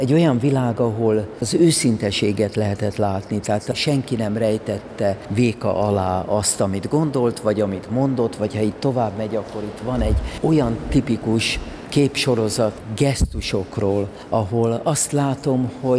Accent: Budapest, Hungary; egy budapesti őslakos értelmiségi családból származom

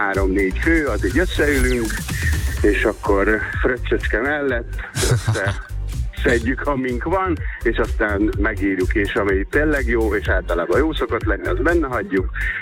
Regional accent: Miskolc, Borsod-Abaúj-Zemplén, Hungary; az miskolciak vagyunk egyébként

